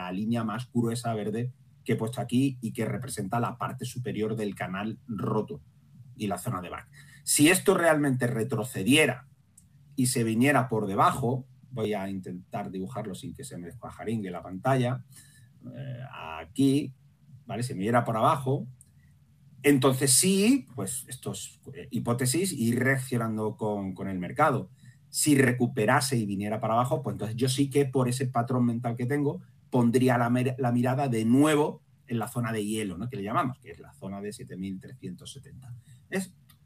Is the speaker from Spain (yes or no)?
yes; Andalusia, Spain; como buen andaluz yo suelo hablar mucho